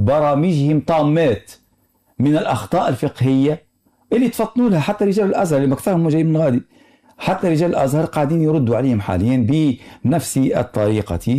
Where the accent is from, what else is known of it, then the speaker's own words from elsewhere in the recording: Tunisia; ولذلك وقت تجي أنا تونسي ونفتي نقول له لا ما عندكش حق باش تقدم صلاة العشاء